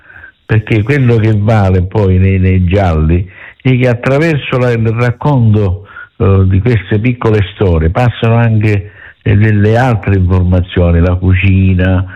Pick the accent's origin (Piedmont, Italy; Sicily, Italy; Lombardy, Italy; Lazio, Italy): Sicily, Italy; Rosolini; il mio paese d'origine è Rosolini